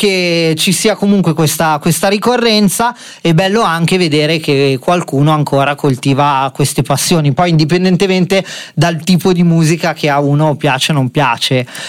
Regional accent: Brianza, Lombardy, Italy; io da buon brianzolo

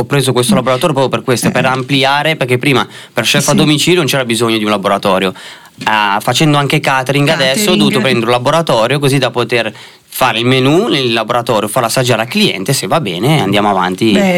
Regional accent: Naples, Campania, Italy; moved away; sono nato e cresciuto a Napoli, poi ci siamo trasferiti qua nel 2003, e quindi dietro mi porto sempre la mia terra, ovviamente.

